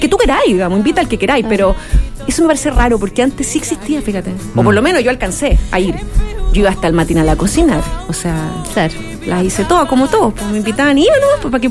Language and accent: Spanish; Chile; este patriotismo falso que tenemos los chilenos, de acordarnos de que somos chilenos cuando nos conviene